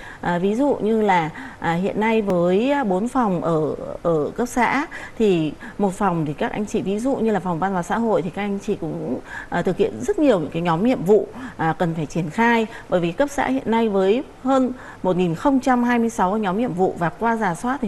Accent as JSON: {"language": "Vietnamese", "region": "Hanoi", "country": "Vietnam", "tie": "born or raised there", "said": "Chúng tôi cũng là công dân sống từ bé ở Hà Nội, lại còn ở phố cổ đấy."}